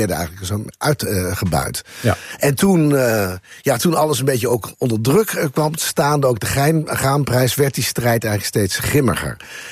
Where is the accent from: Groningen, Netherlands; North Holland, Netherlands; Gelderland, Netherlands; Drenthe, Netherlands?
Drenthe, Netherlands; Assen; Ik kom zelf uit Assen, ja.